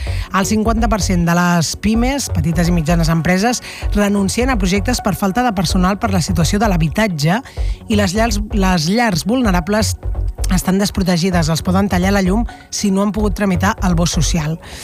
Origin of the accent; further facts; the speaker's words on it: Badalona, Catalonia, Spain; born there; com a bona badalonina, és una bona notícia. La Provitola torna on va ser feliç. La sisa joventut recupera un dels seus darrers ídols. Notícia de la penya de Badalona, on vaig néixer